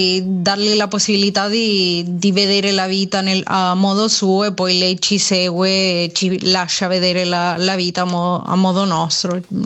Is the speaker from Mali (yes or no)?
no; Chile; now in Italy; io sono cilena, per cui non avendo nessuno con cui lasciare Luna qui, perché la mia famiglia è sempre di là